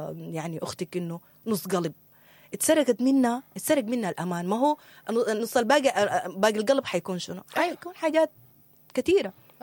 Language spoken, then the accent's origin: Arabic; Sudan